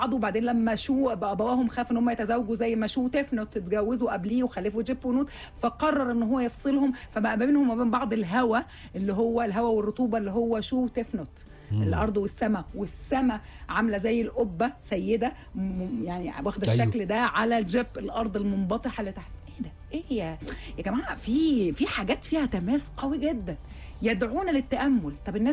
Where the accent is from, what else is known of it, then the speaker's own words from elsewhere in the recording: Egypt; كانت موجوده عندنا في مصر القديمه.